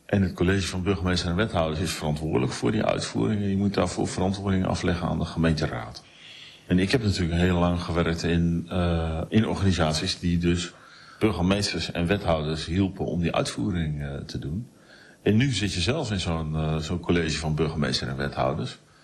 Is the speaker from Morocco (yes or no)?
no; Emmeloord, Flevoland, Netherlands; moved away; Ik ben opgegroeid in Emmeloord.